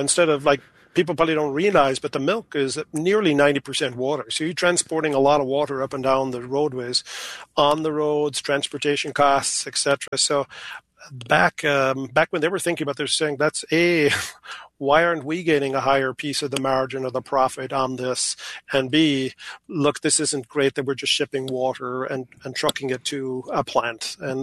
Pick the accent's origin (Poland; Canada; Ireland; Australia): Ireland; also born or lived in New Zealand; now in Wisconsin, United States; And so I grew up in Ireland and I lived in New Zealand, so I hear about the New Zealand thing for 4 years.